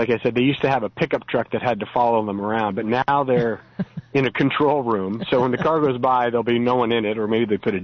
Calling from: California, United States; I'm calling from SoCal.

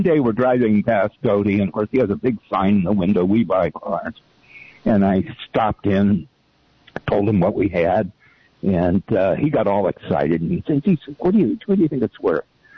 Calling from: Moss Landing, California, United States; from Mott's Landing.

